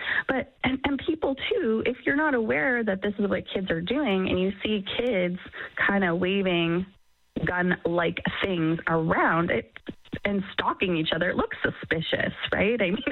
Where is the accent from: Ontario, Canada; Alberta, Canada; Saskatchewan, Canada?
Alberta, Canada; Leduc; You know, if you lived maybe in a small town, I grew up in Leduc, Alberta, it would have been easier